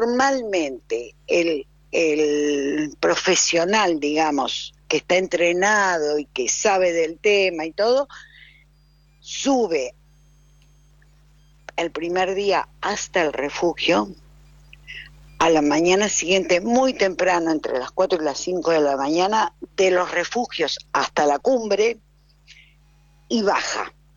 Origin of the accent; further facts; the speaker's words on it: San Martín de los Andes, Neuquén, Argentina; born there; yo soy nacida en San Martín hace muchos años